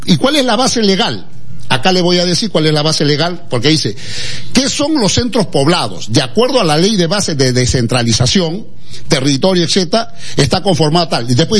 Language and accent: Spanish; Nazca, Ica, Peru; yo vengo del Perú profundo, yo soy de Nazca.